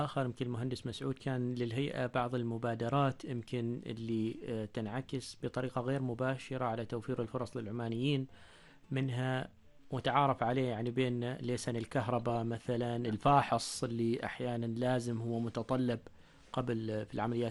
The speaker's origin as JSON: {"language": "Arabic", "country": "Oman", "said": "نحن كعمانيين"}